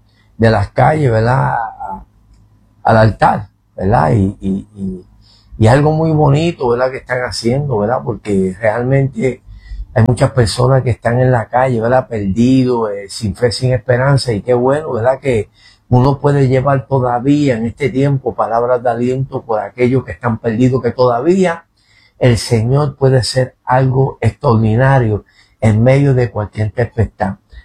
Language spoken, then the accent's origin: Spanish; Puerto Rico; born there; also born or lived in New Jersey, United States